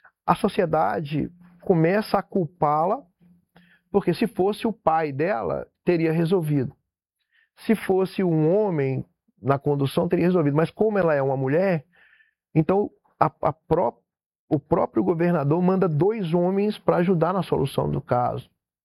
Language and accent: Portuguese; Minas Gerais, Brazil; Nós brasileiros somos uma miscigenação de cultura, né? Eu sou do interior de Minas.